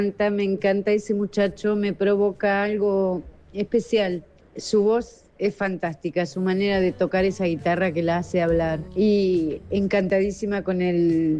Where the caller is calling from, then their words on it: Berazategui, Buenos Aires Province, Argentina; de Berazategui, una abuela de 50 y pico de años